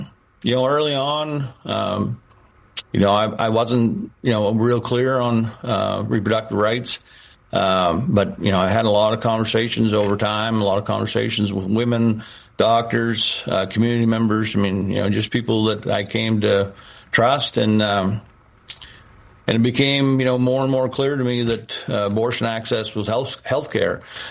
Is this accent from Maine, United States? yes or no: yes; Maine, United States; So we've got a big difference here, even though we're both from Aroostook County.